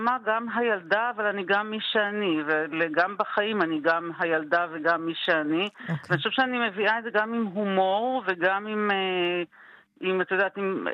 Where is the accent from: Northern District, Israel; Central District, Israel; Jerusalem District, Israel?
Northern District, Israel; Hulata; עכשיו אני במקור מקיבוץ, קיבוץ חולתה, בת להורים יקים.